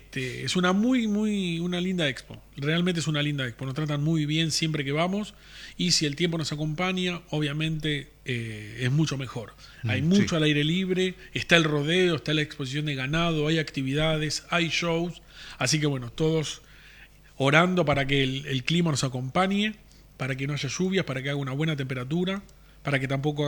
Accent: Argentina; moved away; cuando era chico en Argentina

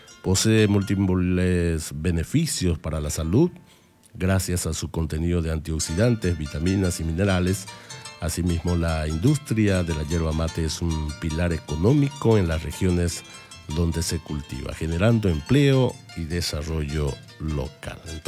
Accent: Paraguay; Nosotros los paraguayos

